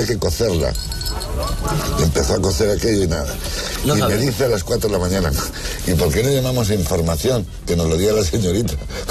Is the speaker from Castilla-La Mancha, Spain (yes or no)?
yes; Cuenca, Castilla-La Mancha, Spain; moved away; yo soy de Cuenca